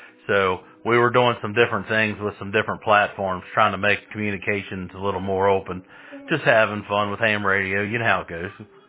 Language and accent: English; Augusta, West Virginia, United States; I am from West Virginia, the Eastern Panhandle, in a little town called Augusta.